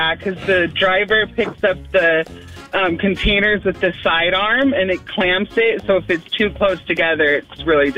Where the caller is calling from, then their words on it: Bellingham, Washington, United States; I'm calling from Bellingham.